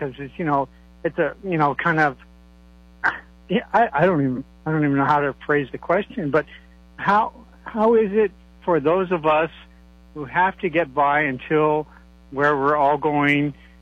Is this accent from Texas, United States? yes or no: no; Sedona, Arizona, United States; And, well, I grew up in Sedona, Arizona.